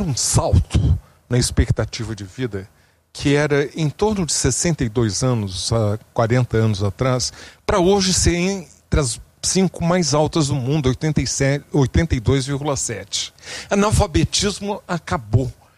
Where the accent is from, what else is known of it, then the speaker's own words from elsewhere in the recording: Rio de Janeiro, Brazil; born there; Fizemos um projeto piloto num bairro onde eu nasci, que é o mais envelhecido da América Latina, Copacabana.